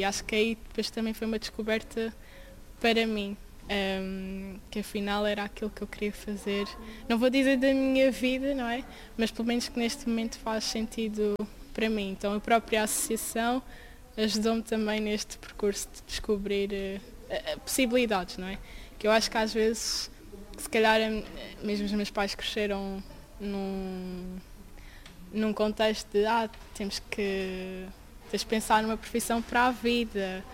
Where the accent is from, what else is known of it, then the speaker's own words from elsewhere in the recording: Portugal; eu não vivo aqui em Rio de Moro, eu cresci em São Marcos